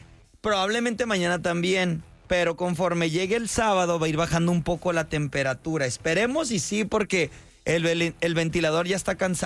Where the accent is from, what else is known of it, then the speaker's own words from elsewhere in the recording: Tijuana, Baja California, Mexico; Los que somos de TJ, híjole, hay que alimentarnos y que hidratarnos sobre todo.